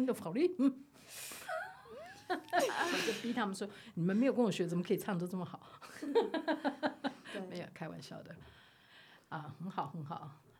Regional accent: China; German is a second language; Aber das ist genauso umgekehrt in meiner Heimat. Die würden sagen, hallo, Das heißt, können Sie nicht Vögel zwitschern vor uns zu tragen? Können wir ordentlich Chinesisch singen?

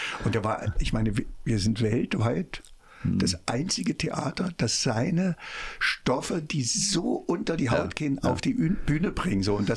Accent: Magdeburg, Saxony-Anhalt, Germany; Das ist ein Roman, der spielt auch noch in Magdeburg, da wo ich groß geworden bin.

